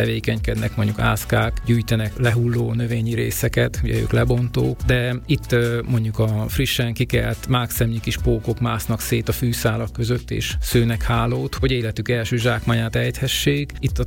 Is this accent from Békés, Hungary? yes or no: no; Debrecen, Hajdú-Bihar, Hungary; Én Debrecen egyik lakótelepén nőttem fel